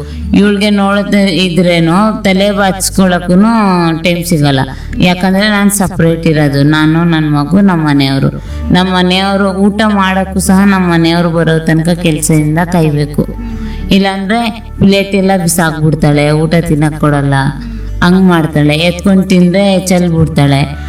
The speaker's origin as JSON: {"language": "Kannada", "town": "Piriyapatna", "region": "Karnataka", "country": "India", "said": "ನಾನು ಪಿರಿಯಾಪಟ್ಟಣದಿಂದ ಬರ್ತಾರದು ವಿವೇಕಾನಂದ ಆಸ್ಪತ್ರೆಗೆ."}